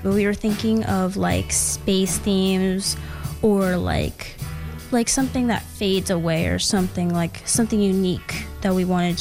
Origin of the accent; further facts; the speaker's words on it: Kigali, Rwanda; English is a second language; I'm 12 years old, and I'm from Rwanda, Kigali.